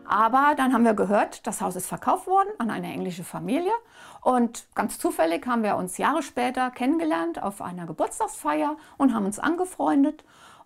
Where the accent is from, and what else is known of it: Rhineland-Palatinate, Germany; born or raised there